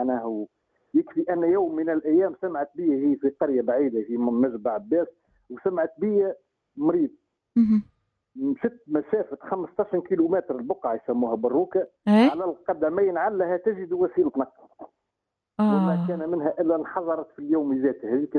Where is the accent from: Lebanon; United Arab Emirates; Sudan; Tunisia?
Tunisia; also born or lived in Kasserine; أنا راني ولدت في الريف وولد ريف